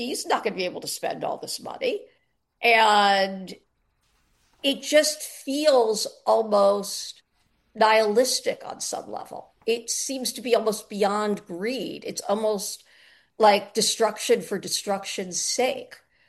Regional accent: New York, United States; now in Los Angeles, United States

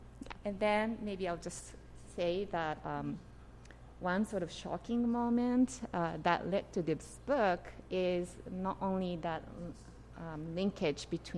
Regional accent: Japan; moved away; I grew up in Japan. I was born in Japan, grew up in Japan mostly

